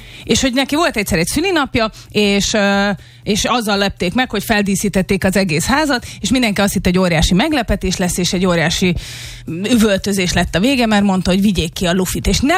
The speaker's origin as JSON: {"language": "Hungarian", "town": "Hódmezővásárhely", "region": "Csongrád-Csanád", "country": "Hungary", "tie": "born there", "moved": "yes", "said": "én otthon Mezővásárhelyen, ott a pusztában"}